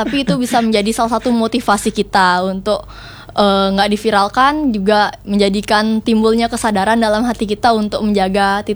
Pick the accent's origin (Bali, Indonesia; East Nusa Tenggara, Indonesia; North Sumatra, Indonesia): Bali, Indonesia; Singaraja; kita sebagai warga Singaraja